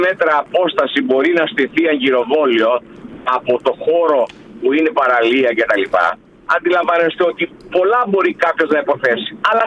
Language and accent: Greek; Corfu, Ionian Islands, Greece; εγώ ως Κερκυραίος